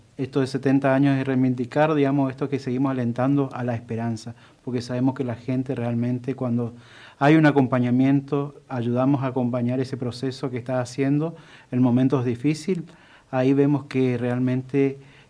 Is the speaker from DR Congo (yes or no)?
no; Argentina